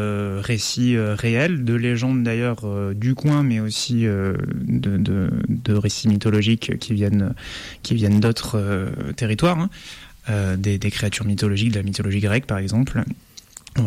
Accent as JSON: {"language": "French", "region": "Auvergne-Rhône-Alpes", "country": "France", "tie": "born or raised there", "moved": "as an adult", "said": "je suis né en Ardèche, j'ai grandi ici, j'ai vécu une dizaine d'années ailleurs, et puis je suis revenu re-habiter en Ardèche, donc c'est un territoire que j'aime énormément."}